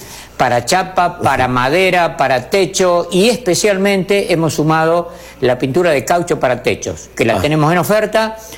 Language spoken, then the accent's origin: Spanish; Serrano, Córdoba, Argentina; born there; moved away; la gente de Serrano, que es mi pueblo natal.